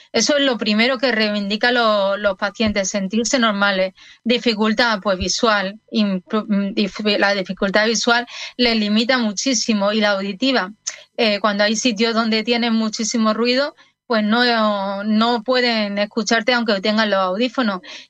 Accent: Seville, Andalusia, Spain; yo soy de origen sevillano.

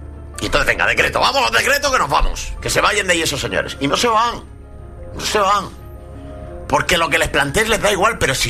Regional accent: Spain; Qué vergüenza como español que esto...

